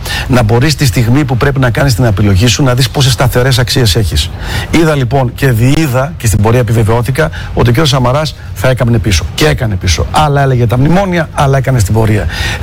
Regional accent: Greece; Εγώ ούτε δεξιός είμαι ούτε ψευτοαριστερός. Εγώ είμαι Έλληνας πατριώτης.

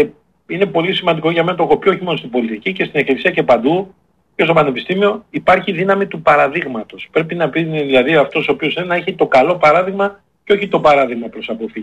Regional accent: Florina, Western Macedonia, Greece; τον οποίο όταν ήμουν μικρό στη Φλόρινα το βλέπαμε κάποιο δέος.

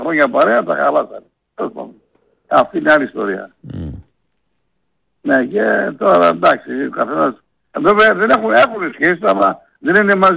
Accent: Krya Vrysi, Central Macedonia, Greece; Από την Κρία Βρύση.

